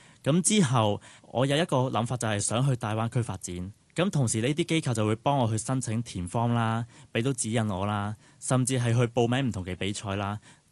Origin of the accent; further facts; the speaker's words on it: Hong Kong; 我們香港人